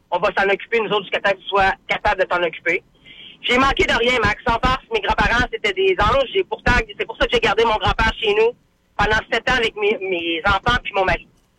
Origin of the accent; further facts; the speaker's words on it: Quebec, Canada; Puis, parce que je viens de la Côte-Nord.